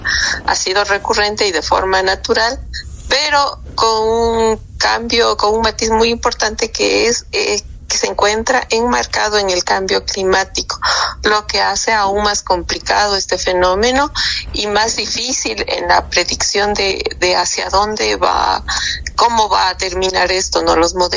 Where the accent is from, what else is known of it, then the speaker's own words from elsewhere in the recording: Ecuador; nosotros como sociedad ecuatoriana